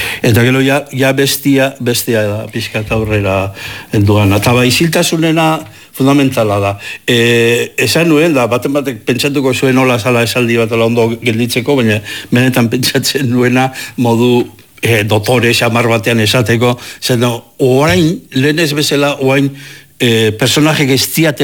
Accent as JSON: {"language": "Basque", "town": "Legazpi", "region": "Basque Country", "country": "Spain", "tie": "born there", "said": "ni jaio nintzen herria bezala, Lehazpi bezala"}